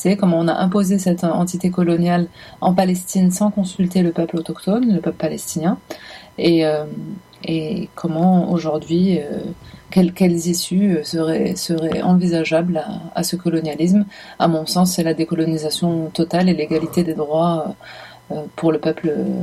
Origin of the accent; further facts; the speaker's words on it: Algeria; j'ai grandi en Algérie. Je suis née et j'ai grandi en Algérie, dans l'Algérie postcoloniale.